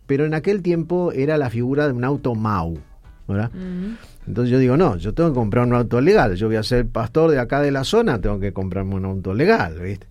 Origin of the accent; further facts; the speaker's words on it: Rosario, Santa Fe, Argentina; Nosotros venimos de Rosario, la ciudad de Rosario, una ciudad muy linda, una ciudad grande.